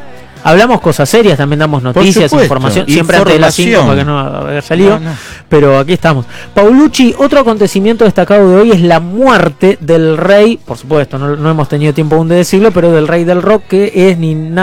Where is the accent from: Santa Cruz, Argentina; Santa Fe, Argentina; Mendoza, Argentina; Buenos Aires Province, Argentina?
Buenos Aires Province, Argentina; Munro; de Munro, laburando en una garita hasta las 5 en Acasuso, con mucha humedad y pesado el día.